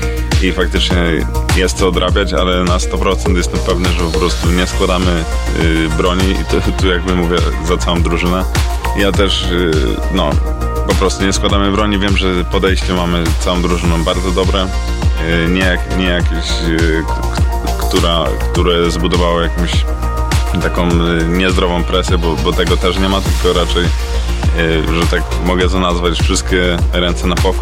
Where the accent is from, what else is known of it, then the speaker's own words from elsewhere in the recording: Tarnów, Lesser Poland, Poland; ja tak samo jestem z Tarnowa i od dziecka był tak samo moim idolem